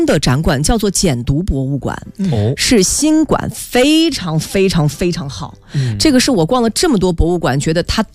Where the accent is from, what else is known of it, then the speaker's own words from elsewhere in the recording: Lanzhou, Gansu, China; moved away; 非常欢迎大家去我的家乡转一转